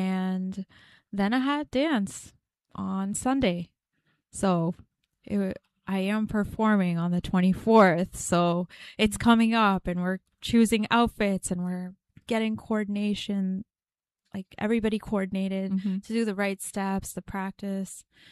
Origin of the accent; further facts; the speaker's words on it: Massachusetts, United States; I'm from Massachusetts, Rachel's from New Hampshire, so I always want to be like, oh yeah, Massachusetts, but I'll say New England.